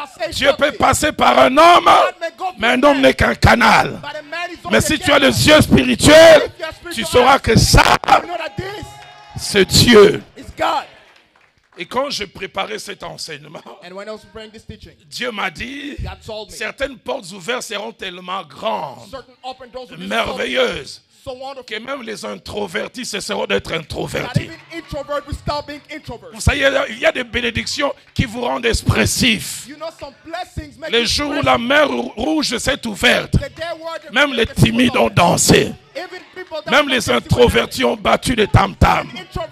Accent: Kinshasa, DR Congo; Chez nous à Kinshasa, on dit ceci.

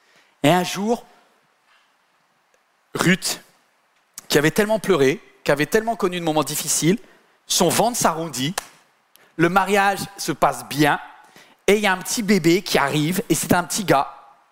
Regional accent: Paris, Île-de-France, France; Moi, je viens de Paris, moi, j'ai laissé l'église, il y avait déjà Denise qui était là et tout ça.

